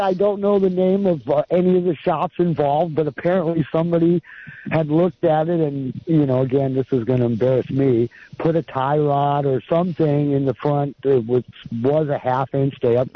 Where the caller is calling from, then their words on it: Santa Cruz, California, United States; from Santa Cruz.